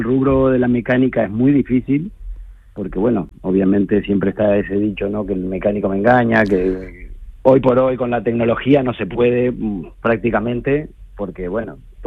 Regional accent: Uruguay; now in Málaga, Spain; Yo soy de Uruguay

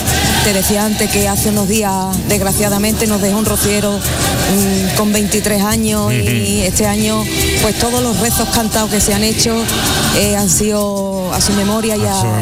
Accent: Rociana del Condado, Andalusia, Spain; He hecho el camino con mi pueblo

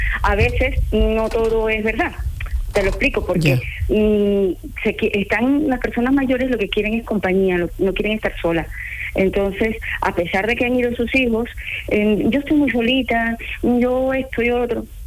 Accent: Ecuador; now in Spain; Yo soy ecuatoriana, nacida en Ecuador. Y llevo aquí desde el 2003 en España.

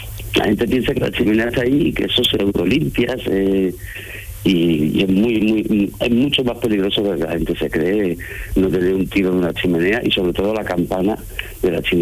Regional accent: Andalusia, Spain; also born or lived in Seville; llevábamos pocos meses aquí viviendo los fines de semana y nos dimos cuenta que la vida realmente estaba aquí. Que ni mi mujer ni yo somos de Sevilla y que somos los dos de aquí de la provincia de Huelva. Y queríamos estar aquí y de hecho, pues bueno, ya en julio del año pasado nos mudamos aquí definitivamente

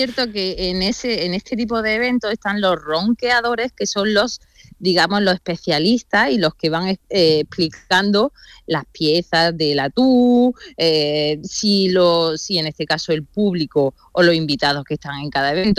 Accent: Granada, Andalusia, Spain; Bueno, hace 6 meses que me mudé aquí. Anteriormente estaba en Cádiz, soy de Granada.

